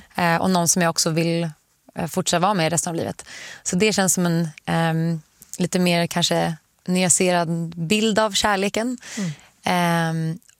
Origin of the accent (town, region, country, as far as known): Sweden; now in Los Angeles, United States